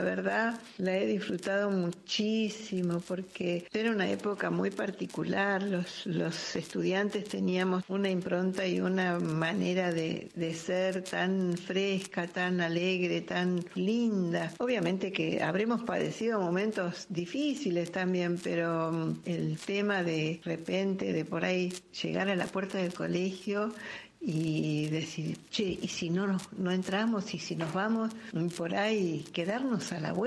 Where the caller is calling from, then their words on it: Devoto, Buenos Aires, Argentina; Un abrazo … de Devoto.